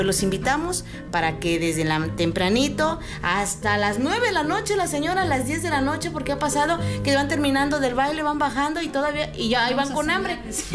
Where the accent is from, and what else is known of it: Mexico